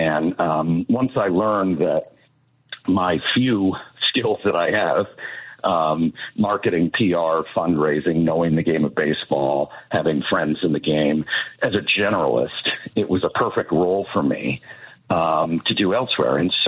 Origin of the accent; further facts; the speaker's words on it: Bethlehem, New York, United States; moved away as an adult; also born or lived in London, England; I grew up in Bethlehem, New York, a suburb of Albany.